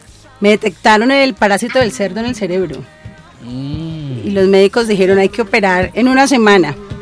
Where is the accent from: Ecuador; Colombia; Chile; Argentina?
Colombia; Puerto Leguízamo, Putumayo; accent: mix of Barranquilla and Leguízamo; also born or lived in Barranquilla; now in Bogotá, Colombia; tengo ahí un revuelto entre barranquillero y leguizameño, pero yo soy oriunda de Puerto Leguízamo, Putumayo.